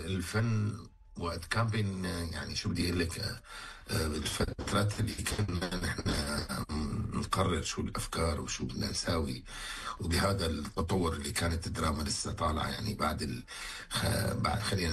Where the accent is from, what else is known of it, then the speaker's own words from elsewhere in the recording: Syria; أنا أمي سورية وأبي عراقي، وأنا ولدت في سوريا وعشت في سوريا كل الفترة اللي كنت موجود فيها بالحياة يعني. وبالنسبة للعراق يعني أبي عراقي وأنا زائر العراق كذا مرة، وبحب العراق كمان.